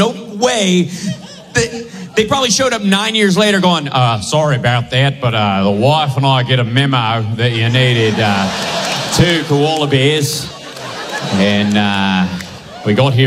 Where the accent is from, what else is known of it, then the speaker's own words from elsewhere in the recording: Kentucky, United States; I grew up in Kentucky, and I was driven away from it early on by the Noah's Ark story, actually.